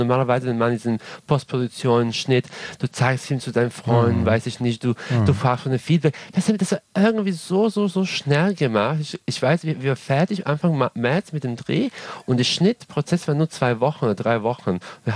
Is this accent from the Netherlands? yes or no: no; Serbia; German is a second language